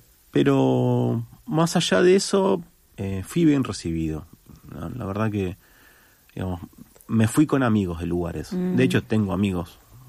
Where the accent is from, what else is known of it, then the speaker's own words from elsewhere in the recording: Rafael Castillo, Buenos Aires Province, Argentina; born there; salvo en el barrio donde yo nací, ahí se me complicó. Que fue el barrio donde, digamos, que todo lo que era la zona de Rafael Castillo, Morón, fue el más picante.